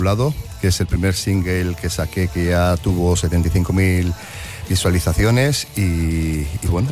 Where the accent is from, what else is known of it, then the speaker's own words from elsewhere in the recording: Mondragón, Basque Country, Spain; Pues mira, Vitoria, aunque yo soy de Mondragón y mi capital es Guipúzcoa, o sea, es Guipúzcoa, es Donosti, porque yo soy de Guipúzcoa